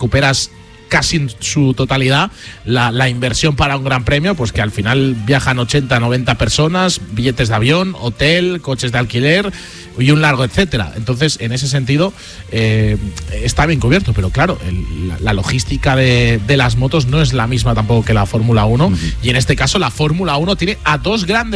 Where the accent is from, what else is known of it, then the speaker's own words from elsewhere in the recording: Catalonia, Spain; el Rally de España, que se celebra, pues aprovecho para decirlo, en mi pueblo natal, y en Salou